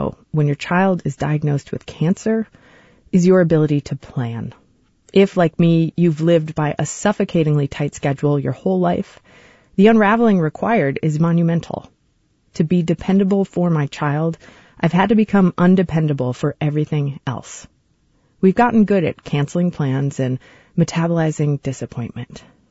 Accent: Chicago, Illinois, United States; now in Bay Area, United States; We're from Chicago, where stark seasons kept the yearly rhythm. Here in the Bay Area, the plants tell time, and with total generosity.

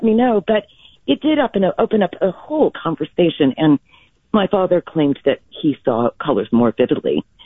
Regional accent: Texas, United States; now in San Francisco, United States; I'm a Texan originally

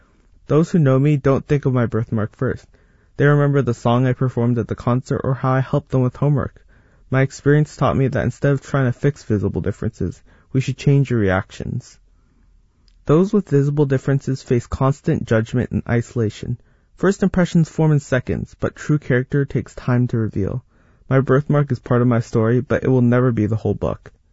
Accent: California, United States; Growing up in the East Bay, I was easy to recognize.

